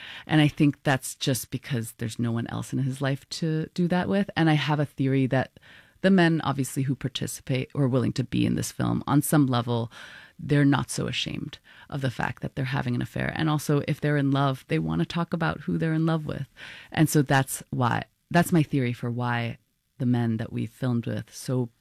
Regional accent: Hong Kong; I grew up in Hong Kong

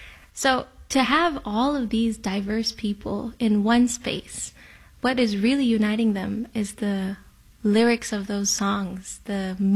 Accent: Guyana; now in Canada; Cuz we're from Guyana and the music there is a little more rural folk music. So when you come to Canada, you might look at those kinds of music

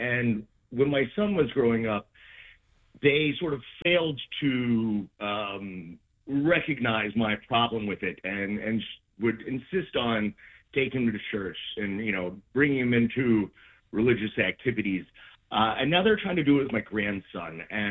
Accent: Brooklyn, New York, United States; now in Chattanooga, United States; Yes. I'm originally from Brooklyn, but I'm stuck down here, not to my own decision at the moment.

